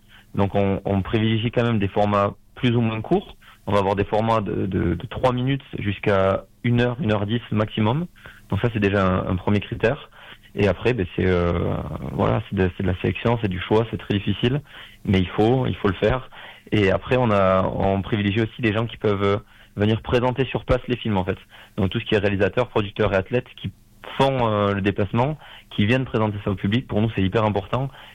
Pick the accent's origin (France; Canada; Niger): France; Bagnères-de-Bigorre, Occitanie; On est natifs de Bagnères tous les 3.